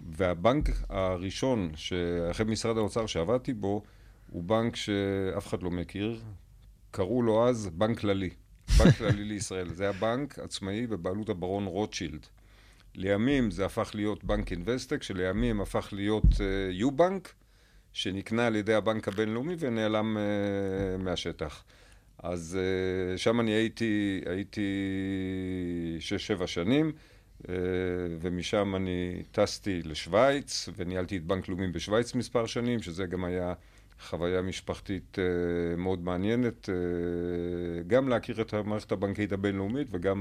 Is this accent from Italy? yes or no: no; Jerusalem, Jerusalem District, Israel; אני ירושלמי